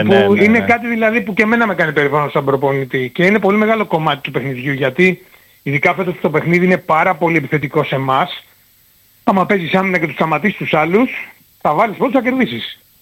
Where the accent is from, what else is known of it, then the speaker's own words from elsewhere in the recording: Greece; Και για μας και σαν Έλληνες